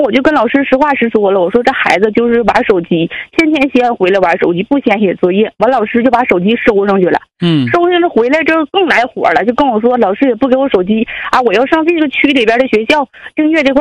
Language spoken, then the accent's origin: Chinese; Changchun, Jilin, China; 因为我就是也在那边长大的